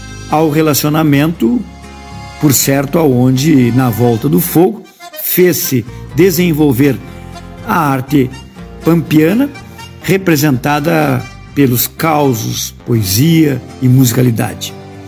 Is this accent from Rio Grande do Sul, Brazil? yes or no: yes; Uruguaiana, Rio Grande do Sul, Brazil; em homenagem à fronteira oeste do Rio Grande, minha terra uruguaiana